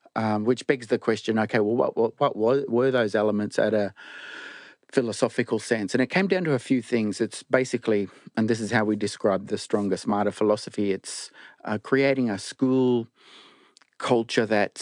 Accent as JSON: {"language": "English", "town": "Bundaberg", "region": "Queensland", "country": "Australia", "said": "I knew that I'm from Bundaberg, I was working in Cherbourg, and as a black fella, I was going to head all over the country."}